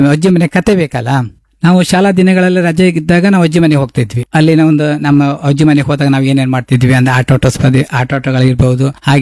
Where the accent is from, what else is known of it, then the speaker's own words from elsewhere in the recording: Kundapura, Karnataka, India; accent: Kundapura Kannada; ನಮ್ಮ ಕುಂದಾಪುರ ಭಾಷೆಯಲ್ಲಿ ತುಂಬಾ ಸಿನಿಮಾ ಬಂದಿದೆ